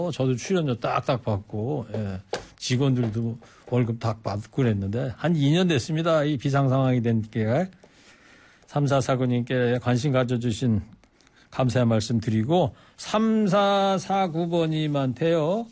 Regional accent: Anseong, Gyeonggi Province, South Korea; 이게 저는 뭐 어릴 때부터 그 동네에서 살았던 사람인데 우리 동네 크리켓을 하다니 야 충격이었어요. 물론 그분들이 없다면 안성의 지역 경제도 안 돌아가겠죠.

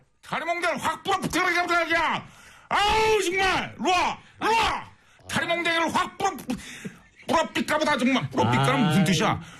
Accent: Cheongju, North Chungcheong, South Korea; 아, 제가 또 청주 사람이잖아요.

